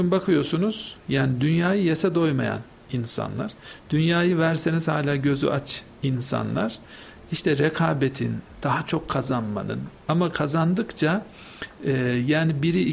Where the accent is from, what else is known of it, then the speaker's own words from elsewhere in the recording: Anatolia, Turkey; ben küçük bir Anadolu şehrinde doğdum, büyüdüm.